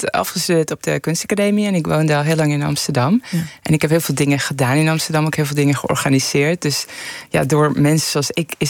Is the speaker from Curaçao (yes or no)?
no; Tehran, Tehran Province, Iran; now in Netherlands; Maar ik kom uit Teheran en ik kan niet terug. Dat was een best wel harde realiteit.